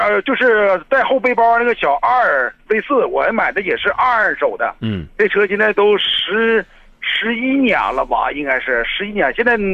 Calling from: Harbin, Heilongjiang, China; 我是哈尔滨的，我是哈西的，

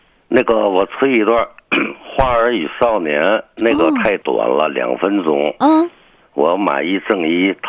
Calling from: Tianjin, China; 我是天津的

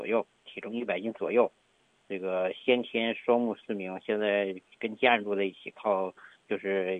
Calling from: Shuangyashan, Heilongjiang, China; 其实是新安，我们双阳山的一个煤矿。

